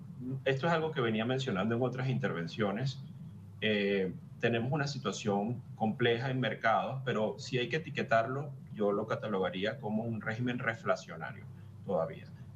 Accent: Venezuela; Los venezolanos no estamos bailando en las calles

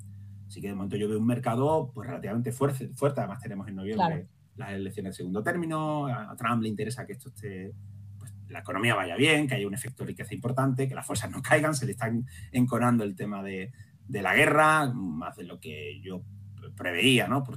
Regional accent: Andalusia, Spain; como buen andaluz yo suelo hablar mucho

